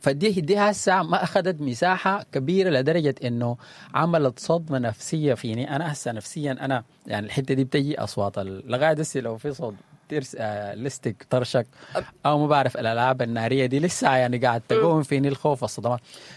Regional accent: Sudan; آدم ده ولدنا هناك في السودان هناك ونحنا نشأنا وقعدنا هناك بيتنا ووعنا ده هناك

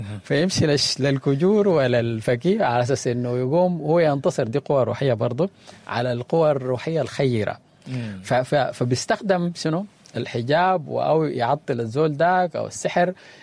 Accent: Sudan; احنا كسودانيين يعني نحن ناس متدينين

